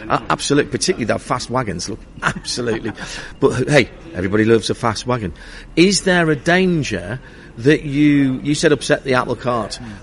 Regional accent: Sunderland, North East England, United Kingdom; I think this week, up in my hometown in Sunderland, the biggest car manufacturing plant in the UK is Nissan.

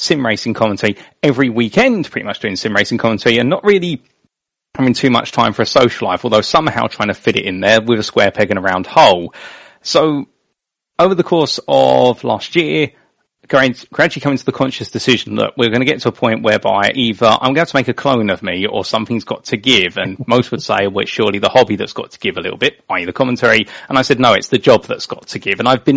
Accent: United Kingdom; I was very sheltered because, of course, growing up in the United Kingdom and watching British motorsport and Formula One

